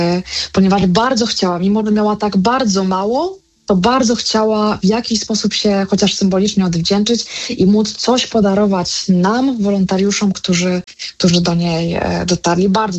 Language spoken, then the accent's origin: Polish; Kraków, Lesser Poland, Poland; ja jestem z Krakowa i mogłoby się wydawać, że Kraków to jest takie, z pewnością jedno z zamożniejszych miast